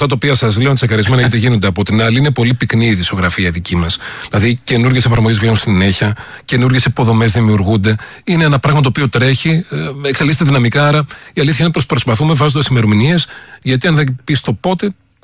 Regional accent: Trikala, Thessaly, Greece; είτε είσαι από τα μέρη μου, από τη Θεσσαλία, τα Τρίκαλα που μιλάς ίσως λίγο πιο βαριά

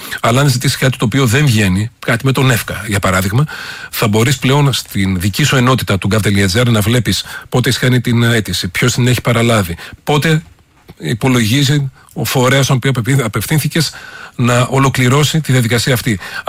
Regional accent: Trikala, Thessaly, Greece; είτε είσαι από τα μέρη μου, από τη Θεσσαλία, τα Τρίκαλα που μιλάς ίσως λίγο πιο βαριά

